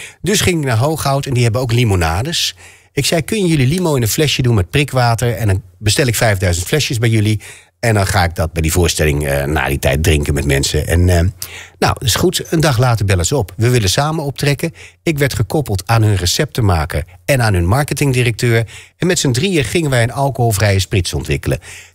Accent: Groningen, Netherlands; accent: Gronings; dat is gewoon mijn taal waar ik vandaan kom. Als ik met mijn ouders praat, dan praat ik zo

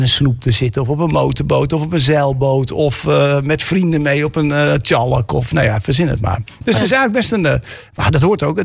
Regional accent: Netherlands; Watersport is natuurlijk, dat zit in onze DNA als Nederlanders. En zeker hier in de polder natuurlijk.

